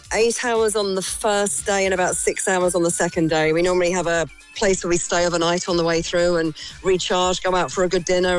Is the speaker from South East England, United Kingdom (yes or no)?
yes; Bognor Regis, South East England, United Kingdom; moved away as an adult; also born or lived in Chichester; now in United States; Bognor Regis is my technical hometown, but we moved to Chichester around about the age of 20, yeah.